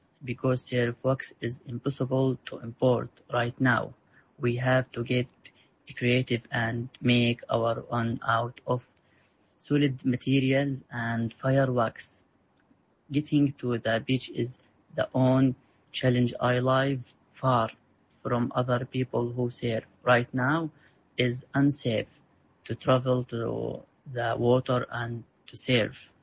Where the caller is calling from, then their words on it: Gaza, Gaza Strip, Palestine; I am calling from Gaza. I am a member of the Gaza Surf Club.